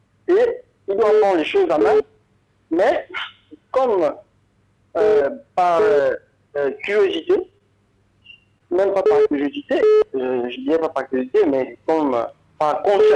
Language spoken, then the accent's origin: French; Gabon; je suis un Gabonais, moi je suis un Gabonais, tu m'entends.